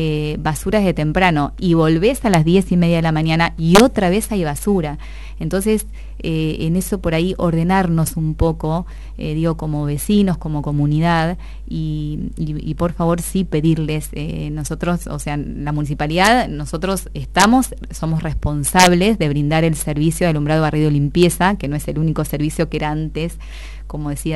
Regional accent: General Villegas, Buenos Aires Province, Argentina; somos vecinos de General Villegas

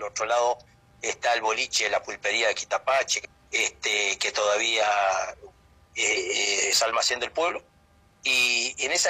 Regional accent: Paysandú, Uruguay; yo soy de Paysandú

